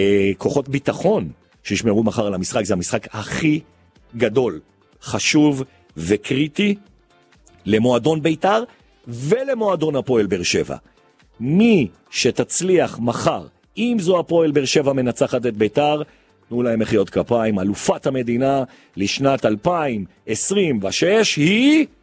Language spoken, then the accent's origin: Hebrew; Jerusalem, Jerusalem District, Israel; אני גם ירושלמי, אז אני מרגיש אנרגיה שנכנסת בי בירושלים